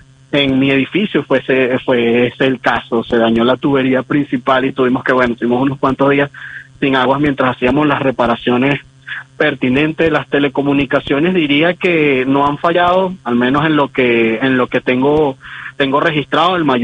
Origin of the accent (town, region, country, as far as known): Venezuela